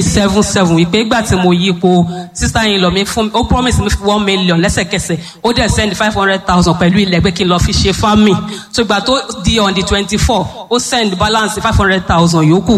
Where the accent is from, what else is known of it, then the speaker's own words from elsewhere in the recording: Lagos, Nigeria; emi ni mo wa lati Eko